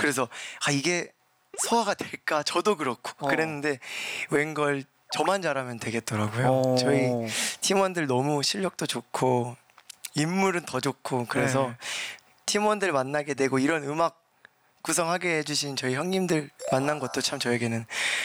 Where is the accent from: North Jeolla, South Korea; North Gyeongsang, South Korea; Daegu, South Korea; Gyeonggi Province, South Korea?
North Jeolla, South Korea; Namwon; 전북 남원이 지금